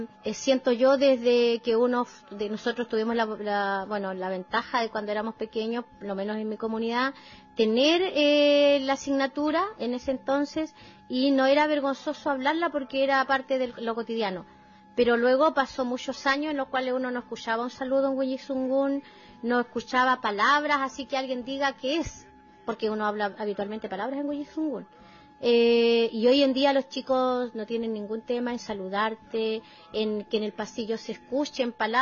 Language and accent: Spanish; Chiloé, Los Lagos, Chile; desde que crecimos nosotros en el Fondo Coihuín con el lonco José Santos Lincomán, quien fue el primer educador tradicional, o el lonco que nos enseñó nuestras primeras palabras en Huilliche-Dungún.